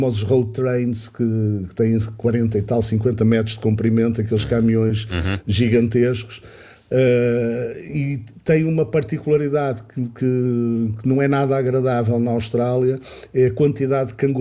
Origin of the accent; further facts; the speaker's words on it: Angola; born there; Eu talvez como africano, porque eu nasci em Angola, e ao viver ainda muito tempo em Angola, acho que muda uma coisa. Estou mais habituado à África do que a maior parte das pessoas que saem da Europa e que vão para a África.